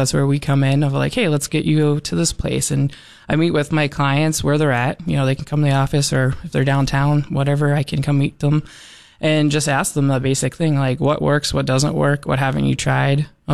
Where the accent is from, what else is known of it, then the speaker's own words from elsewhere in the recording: Pittsburgh, Pennsylvania, United States; I'm from the Pittsburgh area